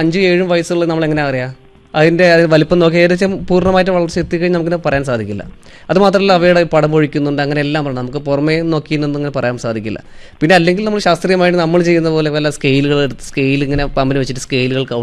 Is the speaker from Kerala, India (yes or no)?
yes; Thiruvananthapuram, Kerala, India; now in Kannur, India; ഞാൻ ട്രിവാൻഡ്രത്തിലുള്ള ഒരാളാണ്. ഞാൻ തിരുവനന്തപുരംകാരനാണ്, കണ്ണൂർ വന്ന് പെട്ടാണ്.